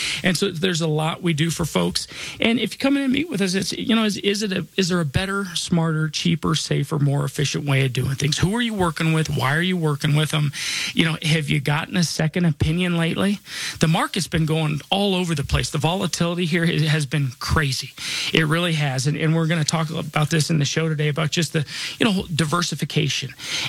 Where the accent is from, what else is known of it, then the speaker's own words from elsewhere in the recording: Denver, Colorado, United States; I was born and raised here in Denver, and I've seen this city, this town, this state just blow up.